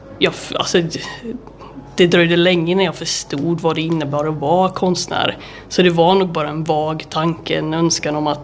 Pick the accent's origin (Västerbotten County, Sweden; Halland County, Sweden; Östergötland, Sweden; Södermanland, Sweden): Halland County, Sweden; Halmstad; moved away as an adult; also born or lived in Bergen, Norway; now in Malmö, Sweden; Nej, men jag kommer inte så långt härifrån. Jag kommer från Halmstad, så jag är hallänning ursprungligen. Mm. Men jag har varit nu i 8 år har jag varit i Bergen i Norge.